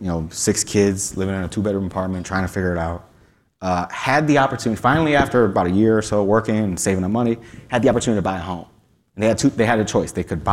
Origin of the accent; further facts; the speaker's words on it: United States; So I grew up on Stockyards neighborhood, west side of town, West 70th and Clark, 69 mm-hmm. Black Clark. My family moved here from the 90s and from Puerto Rico.